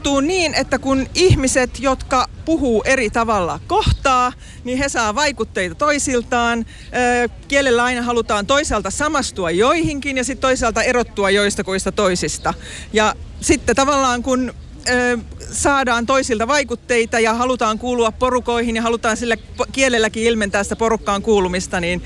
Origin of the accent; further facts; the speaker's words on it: Tampere, Pirkanmaa, Finland; moved away as an adult; now in Helsinki, Finland; on oikeastaan Tampereelta kotoisin tullut kyllä Helsinki jo 28 vuotta sitten, jos laskin oikein.